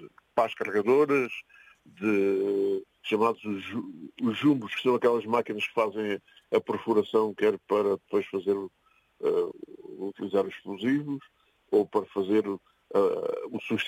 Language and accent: Portuguese; Messejana, Beja, Portugal; also born or lived in Odemira; Eu nasci em Odmira, mas atualmente moro em Mesana. Atualmente desde 6 anos, portanto há 60 anos que moro por aqui.